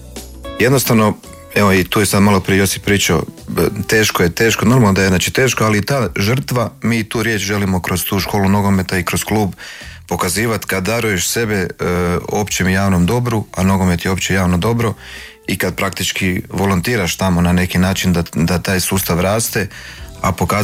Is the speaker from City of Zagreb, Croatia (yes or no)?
yes; Zagreb, City of Zagreb, Croatia; mi tamo svi inače Rudišani smo ponosni